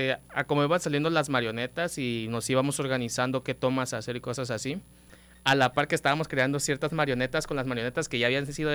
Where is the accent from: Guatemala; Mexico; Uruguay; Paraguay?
Mexico; Tabasco; somos tabasqueños, pero no somos de Tenosique.